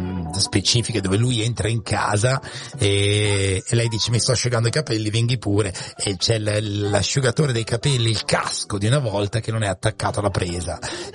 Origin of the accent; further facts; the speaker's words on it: Emilia-Romagna, Italy; io sono Emiliano, non Romagnolo